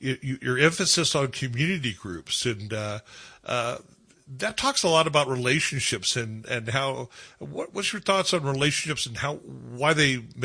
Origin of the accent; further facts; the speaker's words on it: Ventura County, California, United States; I grew up in Ventura County, and I remember back when that was all pasture land down there.